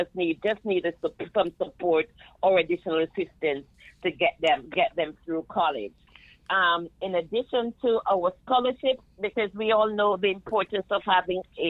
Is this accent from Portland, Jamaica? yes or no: yes; Portland, Jamaica; St. Andrew, but of course I am from Portland.